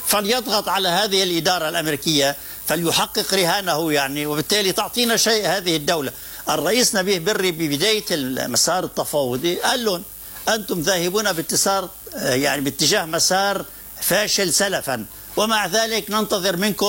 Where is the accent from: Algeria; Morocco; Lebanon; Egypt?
Lebanon; نحن كلبنانيين يعني كمعنيين بالشأن الجنوبي